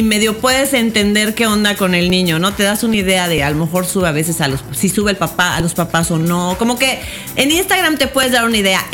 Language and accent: Spanish; Mérida, Yucatán, Mexico; en mi pueblo sí, ¿eh? Aquí en Mérida